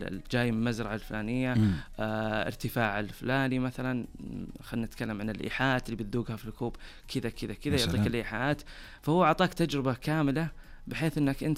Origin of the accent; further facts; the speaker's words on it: Saudi Arabia; براندات موجودة عندنا في السعودية